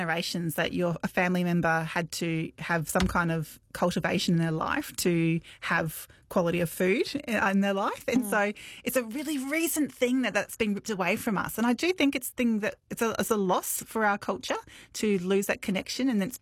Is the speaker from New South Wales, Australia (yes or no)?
no; Brisbane, Queensland, Australia; I grew up in West End and I have the best memories. I have a real nostalgia for Brizzy